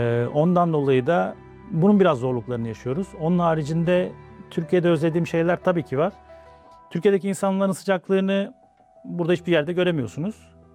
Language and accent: Turkish; Belgium; ben artık kendimi Belçikalı olarak görüyorum. Belçika vatandaşıyım, Belçika'da büyüdüm diyebilirim. Burası benim evim.